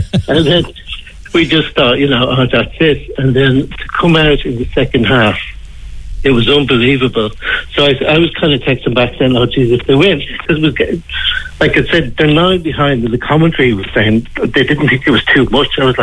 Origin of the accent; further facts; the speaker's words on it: Wicklow, County Wicklow, Ireland; now in Galway, Ireland; growing up in Wicklow and going up to the game with … Pauline and his sisters, Blanid and Tina.